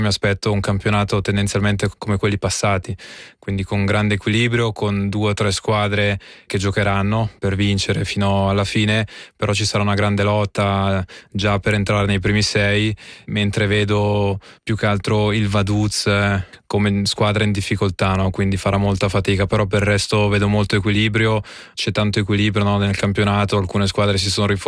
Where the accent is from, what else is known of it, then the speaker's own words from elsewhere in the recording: Ticino, Switzerland; dalla nostra parte come ticinesi